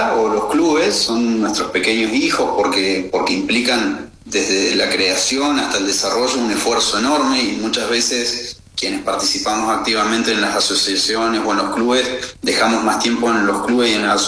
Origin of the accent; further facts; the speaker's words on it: Zapala, Neuquén, Argentina; en la ciudad de donde yo vengo a través de la delegación de personas jurídicas que tenemos en Zapala